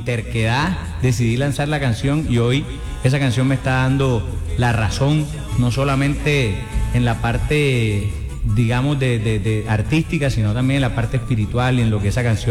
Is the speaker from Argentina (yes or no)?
no; Cartagena, Bolívar, Colombia; tenía esta tarea pendiente de regresar aquí a mi tierra.